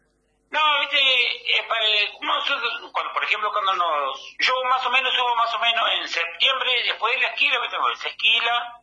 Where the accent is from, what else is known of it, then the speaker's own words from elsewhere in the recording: Aldea Beleiro, Argentina; Yo, la verdad, más o menos te comento que yo soy nativo de Aldea Beleiro.